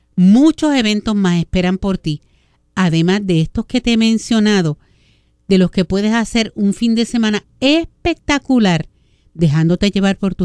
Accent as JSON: {"language": "Spanish", "country": "Puerto Rico", "said": "porque como buenos boricuas dejamos para última hora comprar el regalo a mamá"}